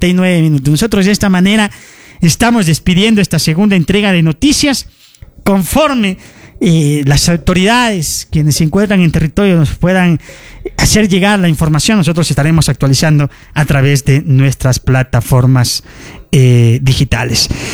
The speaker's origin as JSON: {"language": "Spanish", "country": "Ecuador", "said": "Es cuando más tenemos que hacernos ver como ecuatorianos"}